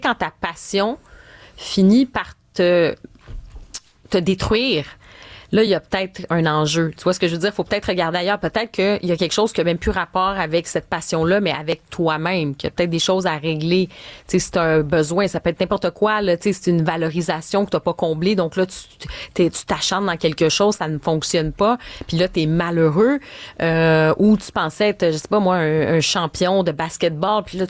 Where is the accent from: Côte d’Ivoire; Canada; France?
Canada; Quebec; je suis québécoise, puis j'ai le Québec qui est tatoué, puis j'appartiens à cette société. Mais le fait d'avoir un pied en Europe, un pied ici au Québec